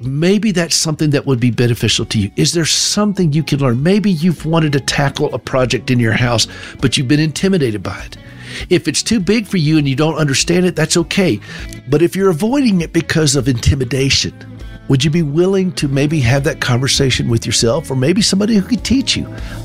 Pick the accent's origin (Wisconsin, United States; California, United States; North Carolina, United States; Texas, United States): North Carolina, United States; But I remember I grew up skiing in North Carolina.